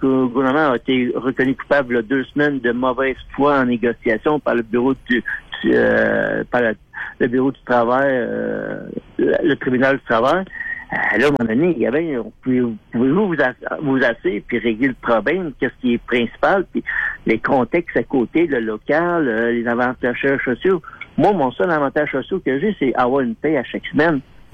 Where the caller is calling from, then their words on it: Longueuil, Quebec, Canada; m'en retourne vivre chez nous à Longueuil.